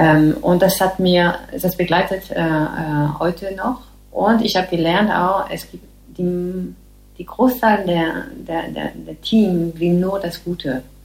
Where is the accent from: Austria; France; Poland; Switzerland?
France; German is a second language; now in Germany; ich bin eine Frau, ich bin Französin.